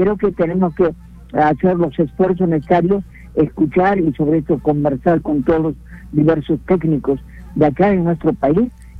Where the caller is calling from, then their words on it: Huamanga, Ayacucho, Peru; de Huamanga, Ayacucho.